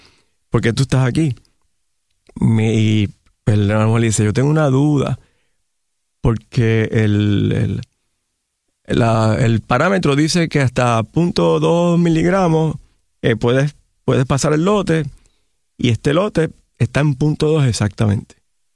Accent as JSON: {"language": "Spanish", "country": "Puerto Rico", "said": "Pero yo me río, yo, mira, yo soy puertorriqueño."}